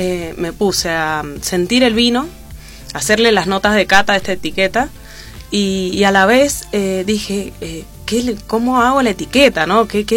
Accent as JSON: {"language": "Spanish", "region": "Mendoza", "country": "Argentina", "tie": "born or raised there", "said": "como mendocina y el crecer también al lado de viñas y tener la propia parra en mi casa"}